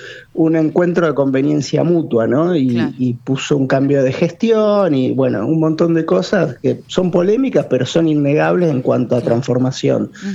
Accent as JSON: {"language": "Spanish", "region": "Santa Fe", "country": "Argentina", "tie": "born or raised there", "moved": "as an adult", "lives_now": "Rosario, Argentina", "said": "Yo ahora vivo en Rosario, desde que me vine a estudiar, pero claro. Sí, soy santafesino, innegablemente."}